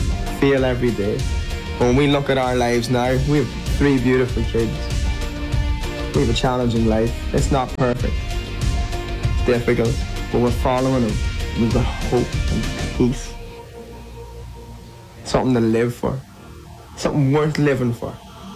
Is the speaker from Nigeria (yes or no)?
no; Monaghan, Ulster, Ireland; moved away as an adult; now in United States; a little church in Monaghan, my hometown in Ireland